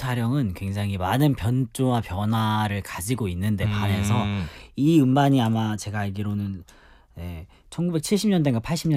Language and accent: Korean; Incheon, South Korea; 근데 이게 사실 이제 전태용 선생님께서 인천 출신이셔가지고 저도 인천이긴 한데